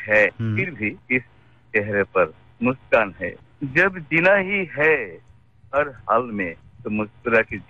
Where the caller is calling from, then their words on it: Ramkrishna Nagar, Assam, India; मेरा गांव का नाम है रामकृष्ण नगर डिस्ट्रिक्ट